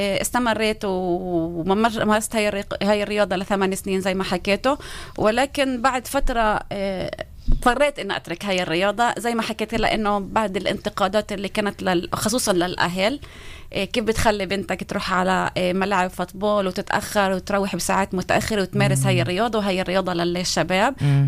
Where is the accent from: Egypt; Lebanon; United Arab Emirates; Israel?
Israel; Sakhnin, Northern District; من سخنين.